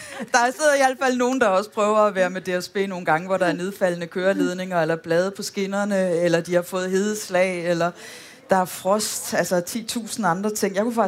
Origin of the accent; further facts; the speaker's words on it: Aarhus, Central Denmark Region, Denmark; jeg er jo aarhusianer, når jeg kommer tilbage til min gamle hjemmeby og ser, hvad der er, der er skudt op